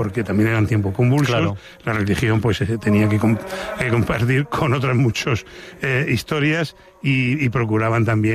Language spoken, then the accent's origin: Spanish; Region of Murcia, Spain; Es que no hablo catalán valenciano y encima soy de Murcia, que me como las S, ¿no?